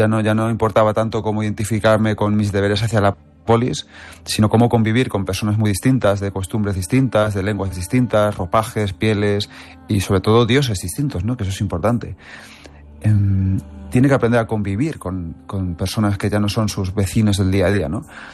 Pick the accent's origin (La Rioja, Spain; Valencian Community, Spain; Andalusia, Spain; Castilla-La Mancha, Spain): Castilla-La Mancha, Spain; Manzanares; Yo soy un pueblo de Ciudad Real muy chiquitín, de Manzanares. Bueno, no tan chiquitín, somos 15, 18 mil.